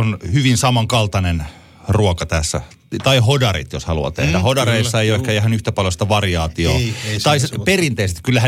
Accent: Ylöjärvi, Pirkanmaa, Finland; mä oon Ylöjärveltä.

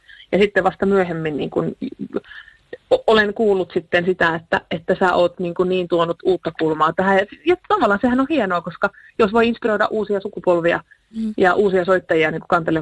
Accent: Oulainen, North Ostrobothnia, Finland; mä oon Oulaisissa syntynyt ja kasvanut

